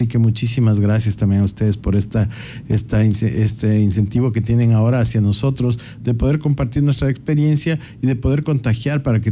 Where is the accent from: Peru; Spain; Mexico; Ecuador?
Ecuador; Quito, Pichincha; now in Santo Domingo, Ecuador; En lo personal, yo no soy de Santo Domingo, pero creo que tengo el corazón de los más grandes de Santo Domingo. Siempre estoy aquí. Yo soy de Quito. Mi esposa es de acá.